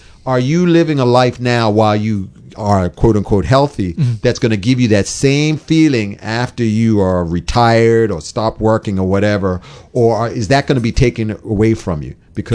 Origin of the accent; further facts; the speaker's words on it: Bermuda; I'm a Bermudian, I'm not American